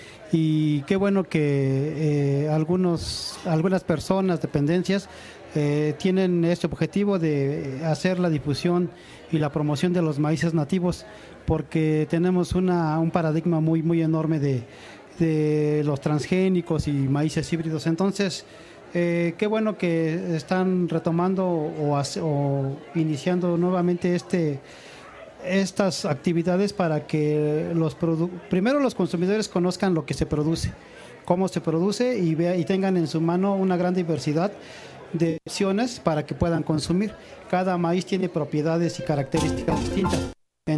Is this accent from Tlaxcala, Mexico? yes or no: yes; Ixtenco, Tlaxcala, Mexico; vengo del municipio de Ixtenco, Tlaxcala, donde aún preservamos y conservamos nuestros maíces nativos.